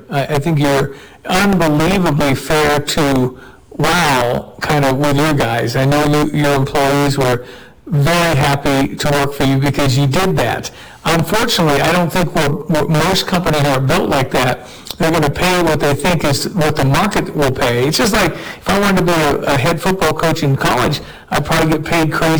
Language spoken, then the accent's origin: English; Nashville, Tennessee, United States; It's 93.5. … I'm from Nashville, Tennessee.